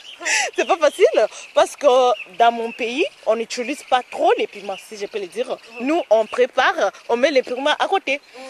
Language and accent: French; DR Congo; moved away as an adult; now in Changsha, China; je viens de la République démocratique du Congo. En fait, ici, je suis une étudiante. J'étudie à l'université Changsha University of Science and Technology.